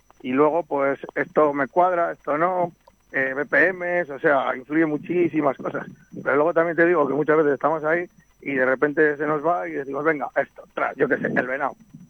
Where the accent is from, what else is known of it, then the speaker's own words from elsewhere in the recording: Aranda de Duero, Castile and León, Spain; porque somos de Aranda